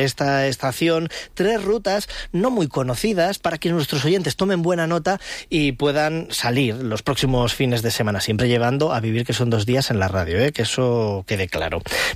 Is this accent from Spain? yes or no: yes; Castile and León, Spain; Nos vamos a ir ahora a mi tierra, nos vamos a la provincia de León, concretamente al Bierzo, al Valle de Compludo